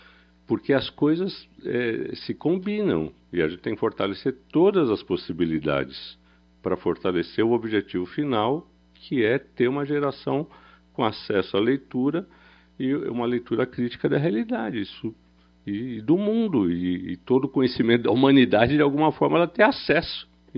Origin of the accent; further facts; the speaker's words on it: São Paulo, Brazil; Apesar de ter essa cara de Moema, eu sou do Capão Redondo, do Campo Limpo com Capão Redondo. Então, minha vida foi escola pública